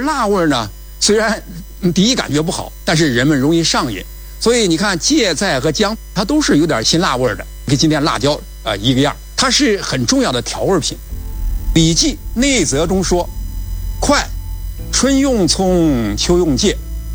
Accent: China

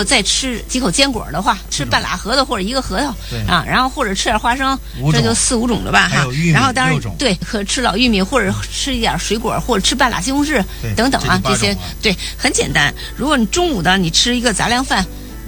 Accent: China; 如果我们中国人口味适合的，

